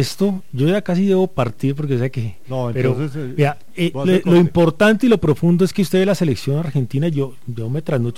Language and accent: Spanish; Colombia